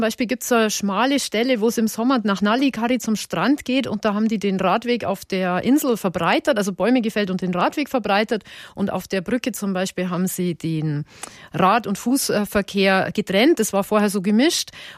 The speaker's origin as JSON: {"language": "German", "region": "Bavaria", "country": "Germany", "said": "für mich als Bayerin"}